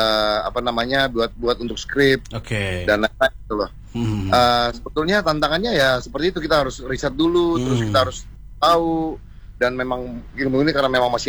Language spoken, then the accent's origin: Indonesian; Sorong, Southwest Papua, Indonesia; Karena memang kebetulan saya juga memang dari Papua, dari Sorong.